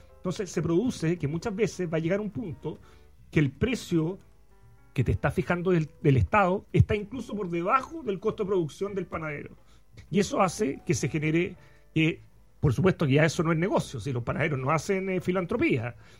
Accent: Chile

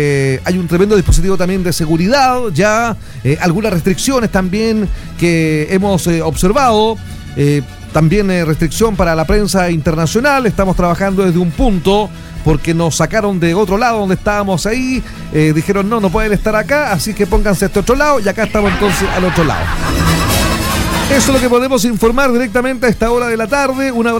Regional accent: Chile; yo soy chileno

